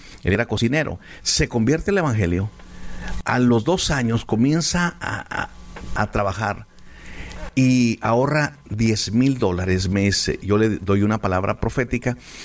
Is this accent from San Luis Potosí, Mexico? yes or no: yes; San Luis Potosí, Mexico; Dios nos habló a mi esposa y a mí que tenemos que abrir una iglesia en mi pueblito o campus San Luis Potosí.